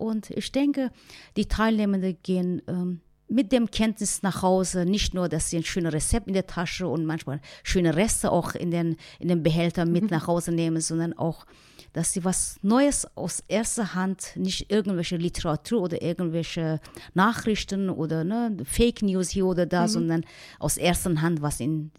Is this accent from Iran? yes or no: yes; Iran; Und ich sage, wenn ich als Iranerin darauf verzichten muss, wo ist es mein Herzblut, meine Verwandten, meine Mutter ist